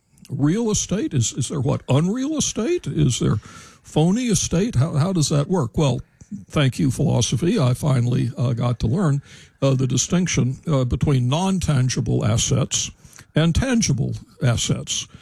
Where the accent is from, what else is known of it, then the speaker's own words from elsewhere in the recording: United States; I would say I kind of think of myself as American as you get.